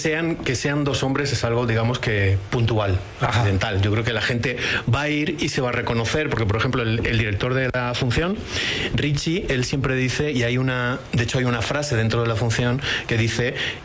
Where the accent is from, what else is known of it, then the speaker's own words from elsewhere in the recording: Spain; Está bien que dos españoles te expliquen cómo se diferencia la Condesa de la Roma.